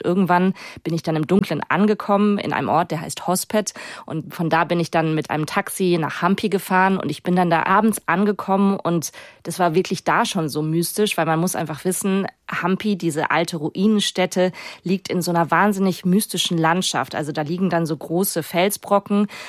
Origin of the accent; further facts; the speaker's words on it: Germany; Ja, aus Deutschland.